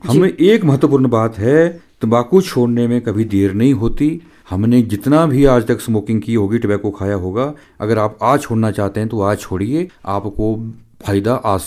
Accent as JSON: {"language": "Hindi", "region": "Himachal Pradesh", "country": "India"}